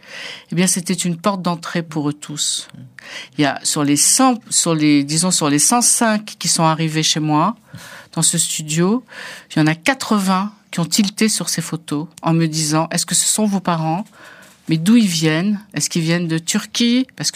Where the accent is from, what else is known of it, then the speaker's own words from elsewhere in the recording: Morocco; now in Paris, France; Moi, je viens d'une grande famille. Enfin, on est nombreux. Je viens du Maroc. Il y a toute une culture de l'ouverture à l'autre.